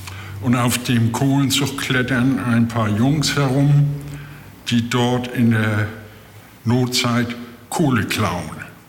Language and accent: German; Hamburg, Germany; Jahrgang 1947 und ich bin in der Oelkersallee aufgewachsen und da wohne ich jetzt wieder.